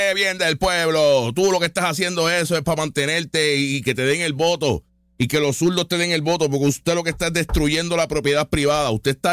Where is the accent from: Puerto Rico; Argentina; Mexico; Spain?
Puerto Rico